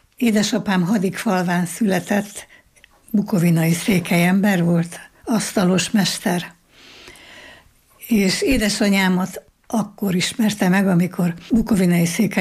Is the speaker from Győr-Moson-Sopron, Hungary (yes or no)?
no; Felsőnána, Tolna, Hungary; also born or lived in Bajmok, Serbia (Bačka); és aztán 45-ben települtünk Felső-Nánára, ami Tolna megyei kis falu, és akkor ide kerültünk ebbe a faluba